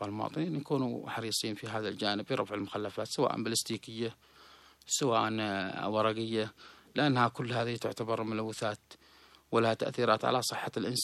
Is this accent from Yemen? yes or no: yes; Yemen; هو أكيد عندنا في اليمن كل شيء كل يروح للحرق